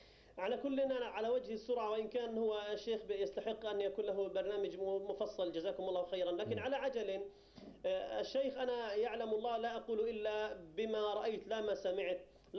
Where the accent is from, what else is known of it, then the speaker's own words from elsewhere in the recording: Palestine; بلادنا فلسطين